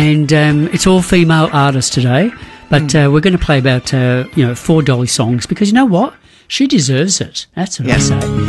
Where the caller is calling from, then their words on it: Queensland, Australia; I'm coming to you from Cubby Cubby Land, which is the Sunshine Coast.